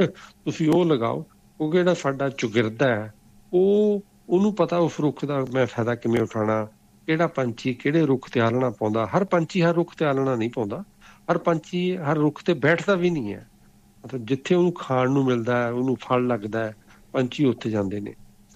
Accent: Jalandhar, Punjab, India; ਅਤੇ ਮੇਰਾ ਪਿੰਡ ਜਲੰਧਰ ਦੇ ਲੱਗਿਆ ਸੀ, ਉੱਥੇ ਜਲੰਧਰ ਵਗੈਰਾ ਦੇ ਲਵਾ ਰਹੇ

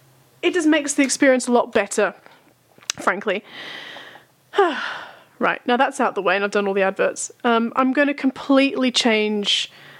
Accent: Melbourne, Victoria, Australia; a band from my hometown of Melbourne

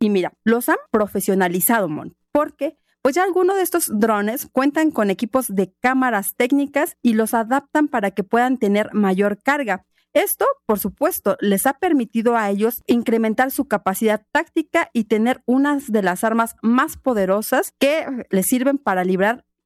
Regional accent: Mexico

